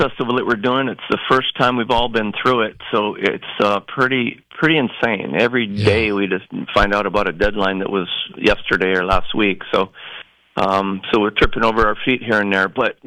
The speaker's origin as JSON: {"language": "English", "area": "Maui", "region": "Hawaii", "country": "United States", "tie": "born or raised there", "said": "I grew up on Maui"}